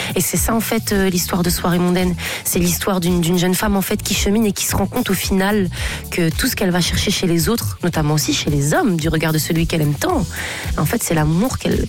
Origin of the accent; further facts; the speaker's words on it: Nice, Provence-Alpes-Côte d'Azur, France; Moi, j'ai grandi à Nice. Mon père a un bar à Nice.